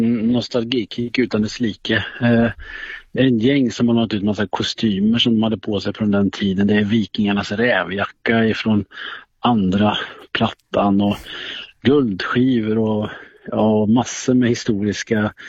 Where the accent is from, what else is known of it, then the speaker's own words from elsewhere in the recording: Skara, Västra Götaland County, Sweden; Jag är uppvuxen i Skara